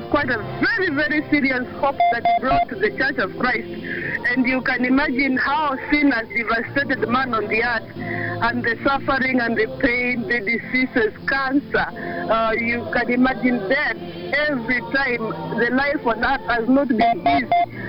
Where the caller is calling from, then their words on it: Juja, Kiambu County, Kenya; I'm coming tonight from Juja here.